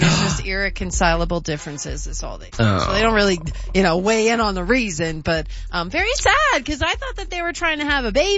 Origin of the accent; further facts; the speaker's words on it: North Dakota, United States; Shout out to my home state, North Dakota, number six.